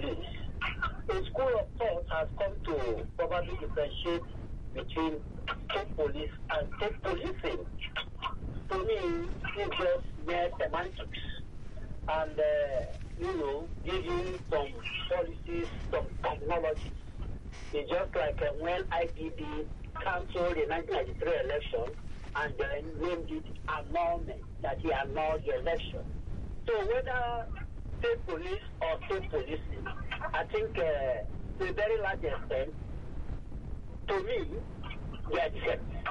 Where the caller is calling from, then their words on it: Nigeria; I'm calling from Aparoja in Ikoti.